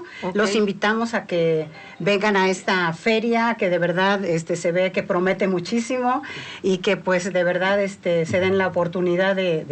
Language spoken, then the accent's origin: Spanish; Atlixco, Puebla, Mexico; Yo vengo de Atlixco, soy originaria de allá